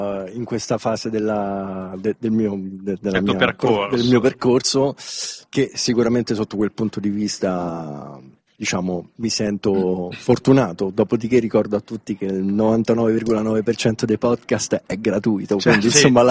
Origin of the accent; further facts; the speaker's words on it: Rome, Lazio, Italy; Io vengo da Roma.